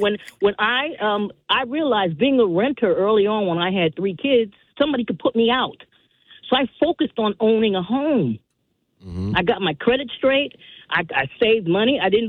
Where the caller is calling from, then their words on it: New York, United States; my mother and father were from the Caribbean like you. And I'm from New York. And we from Trini. I'm a Trini.